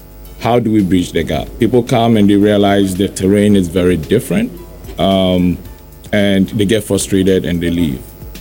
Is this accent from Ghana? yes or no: yes; Ghana; I grew up in Ghana. I never heard about Talinsi tribe.